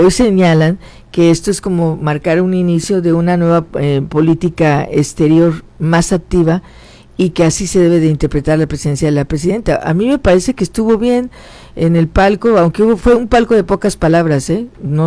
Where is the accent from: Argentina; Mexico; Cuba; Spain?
Mexico; a mí como mexicana